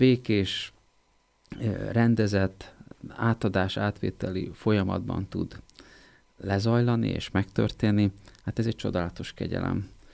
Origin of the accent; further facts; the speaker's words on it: Pécs, Baranya, Hungary; Hát én akkor egyébként Pécsen éltem, pécsi vagyok